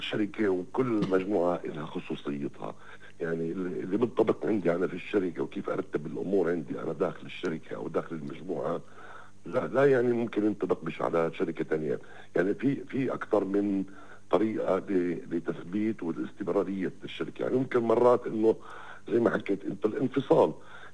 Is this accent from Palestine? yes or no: yes; Palestine